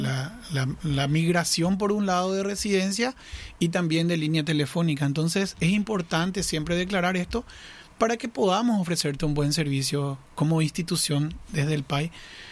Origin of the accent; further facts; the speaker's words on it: Villa Elisa, Central, Paraguay; Yo soy de Villa Elisa.